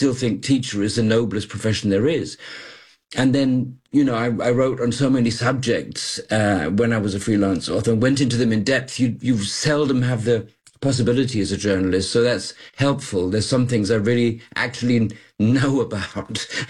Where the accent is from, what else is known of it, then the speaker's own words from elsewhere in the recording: Malaysia; also born or lived in London, United Kingdom; now in Germany; I was born in London and grew up in what was then the Federation of Malaya, became Malaysia later. Still, sort of both of them second homes.